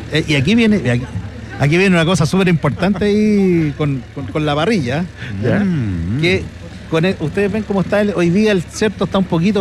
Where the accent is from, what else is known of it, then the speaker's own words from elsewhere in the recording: Peñaflor, Santiago Metropolitan Region, Chile; Nosotros somos oriundos de Peñaflor. Ahora estamos con el restaurante en Talagante. Y claro, he estado toda la vida inmerso en esto.